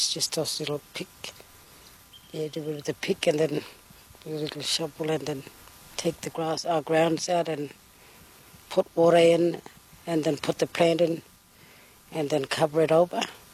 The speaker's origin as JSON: {"language": "English", "town": "Tennant Creek", "region": "Northern Territory", "country": "Australia", "tie": "born or raised there", "said": "I'm a local from Tennant Creek. I've lived all my life here. I'm a Warramunga lady."}